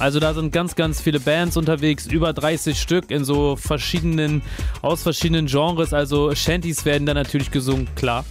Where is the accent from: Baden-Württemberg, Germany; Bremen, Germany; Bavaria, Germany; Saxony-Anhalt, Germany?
Bremen, Germany; Ich komme ja auch da aus der Ecke